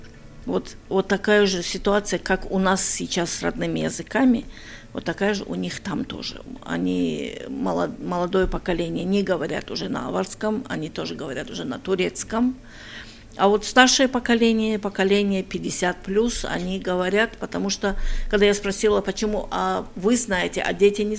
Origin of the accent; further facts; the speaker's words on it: Dagestan, Russia; Но откуда бы мы ни были, когда знают, что приехали из Дагестана, так встречают, как будто они так ждали своих родственников и увидели.